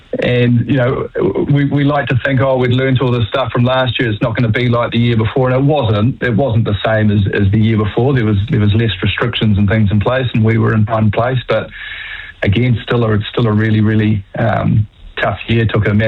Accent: Auckland, New Zealand; born or raised there

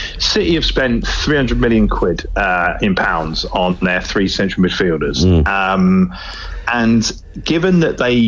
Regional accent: England, United Kingdom; Now, I'm English

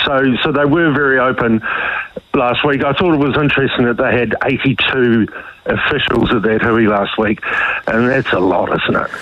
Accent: Wellington, New Zealand; Well, I'm from Wellington, so I'm probably not the best person to ask.

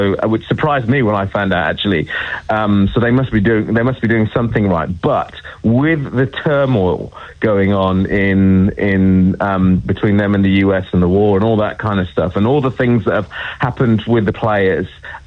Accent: England, United Kingdom; I'm English

